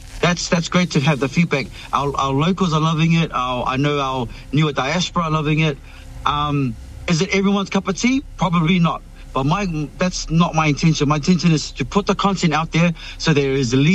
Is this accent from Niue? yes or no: yes; Niue; And so growing up in Niue in the 90s, I went back to Niue when I was 12 with Nana Rosa.